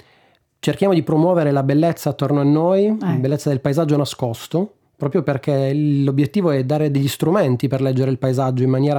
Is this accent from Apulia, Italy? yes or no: yes; Apulia, Italy; Io sono pugliese, del Gargano, un altro Carso